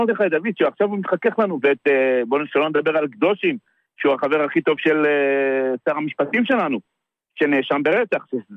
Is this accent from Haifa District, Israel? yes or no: no; Tel Aviv, Tel Aviv District, Israel; אני גדלתי בשכונת התקווה. לא של היום. שייחס כאל אסלן, אני בן 62. אני נולדתי על הוודי, אז היה הוודי, לא היה כביש מהיר.